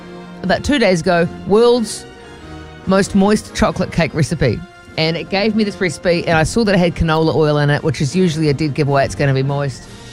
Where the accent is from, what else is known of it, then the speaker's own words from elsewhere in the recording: Dargaville, Northland, New Zealand; I'm from Dargaville. I'm not going to deny it.